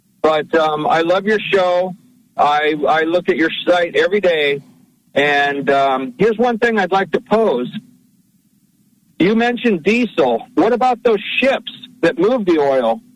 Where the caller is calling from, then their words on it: Washington, United States; up here in Washington State.